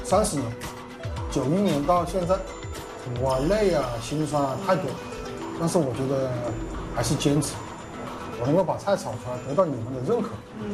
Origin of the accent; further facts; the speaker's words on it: Changsha, Hunan, China; 我作为一个长沙人